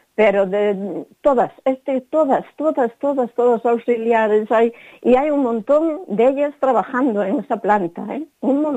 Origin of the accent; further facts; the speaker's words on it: Pontevedra, Galicia, Spain; Soy de aquí de Pontevedra, ¿sí? Junto a Pasarón.